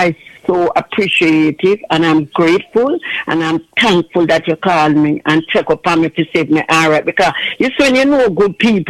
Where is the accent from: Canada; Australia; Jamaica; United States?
Jamaica; We as Jamaican, we have to learn to live good with our one another.